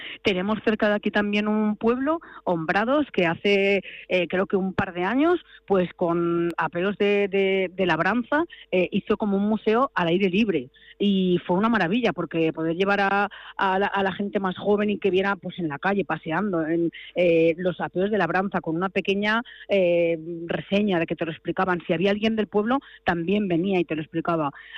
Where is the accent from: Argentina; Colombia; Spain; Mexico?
Spain; Setiles, Castilla-La Mancha; mi pueblo es muy pequeñito, tiene poco más de, en invierno no viven ni 100 personas.